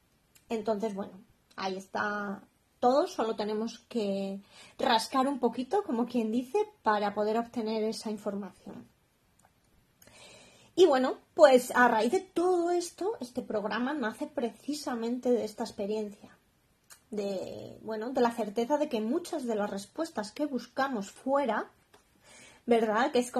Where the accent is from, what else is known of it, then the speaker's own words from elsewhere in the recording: León, Castile and León, Spain; born there; also born or lived in Ireland; yo nací en León, en España. Es una pequeña ciudad que está más o menos en el norte de España.